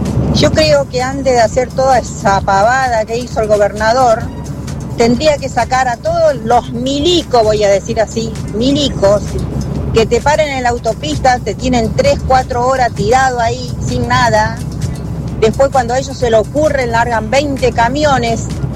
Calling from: Ricardone, Santa Fe, Argentina; camionera de Ricardone, Santa Fe.

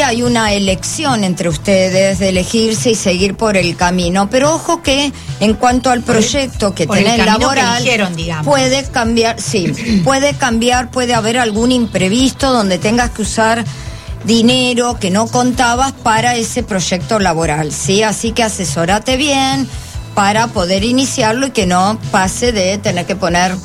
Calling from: Buenos Aires, Argentina; de Caballito.

